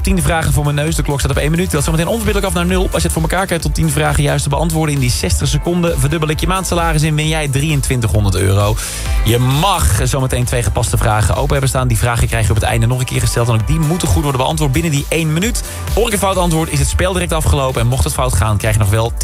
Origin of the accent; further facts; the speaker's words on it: Netherlands; Want wij zijn natuurlijk als Nederlanders zijn wij zo ontzettend geïnteresseerd in de interieurs van anderen.